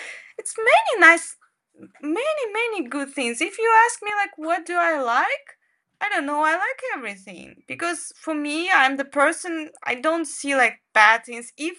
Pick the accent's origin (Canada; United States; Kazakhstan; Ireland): Kazakhstan; English is a second language; But I'm from Kazakhstan and I really like Shandong because I can see the sea. Because in Kazakhstan, you know, there is no sea.